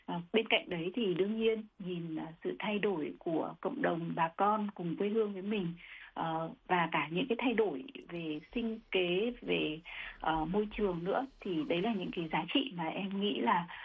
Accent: Northwest, Vietnam; những cái loại chấm đấy thì đều là các cái gia vị từ vùng Tây Bắc quê em mang về.

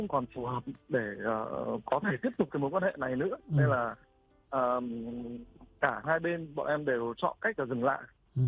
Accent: Hanoi, Vietnam; em sinh năm 1991, em đến từ Hà Nội ạ.

